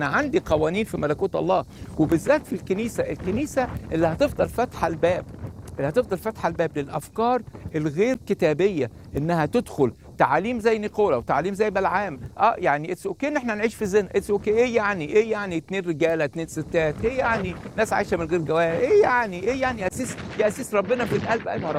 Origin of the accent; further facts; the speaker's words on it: Egypt; now in United States; انا عايش في امريكا اساسا من مصر، وبفتخر ان انا من مصر وبفتخر ان انا عايش في امريكا